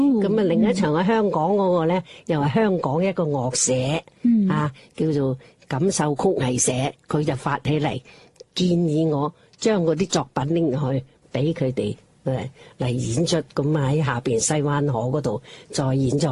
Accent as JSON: {"language": "Cantonese", "town": "Foshan", "region": "Guangdong", "country": "China", "tie": "born there", "moved": "yes", "said": "因为我系佛山人。我南海出世啊，佛山啊嘛"}